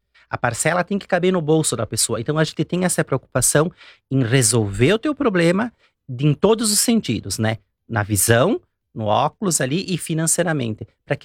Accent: Veranópolis, Rio Grande do Sul, Brazil; ela é do Bassano, eu sou de Veranópolis, mas a loja aqui já existe há 25 anos, uma Ótica Bem Ver em frente aos Correios.

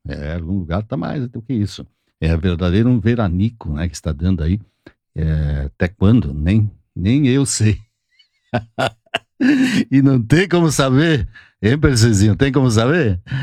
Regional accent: Nova Prata, Rio Grande do Sul, Brazil; meu Rio Grande do Sul, da minha terra, Nova Prata, Vista Alegre do Prata

